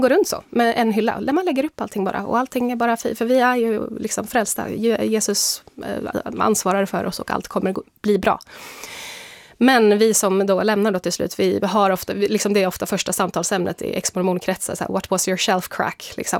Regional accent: Sweden; jag var mormon före jag var svensk, brukar jag förklara det som nu

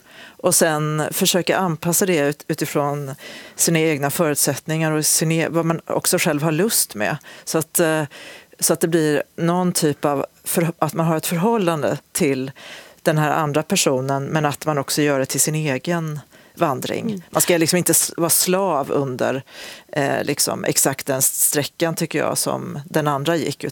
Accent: Osebol, Värmland, Sweden; Och när jag gick från Karlstad till Osebol, där jag växte upp

